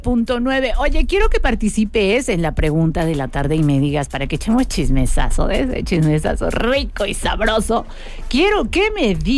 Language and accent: Spanish; Mexico; somos mexicanos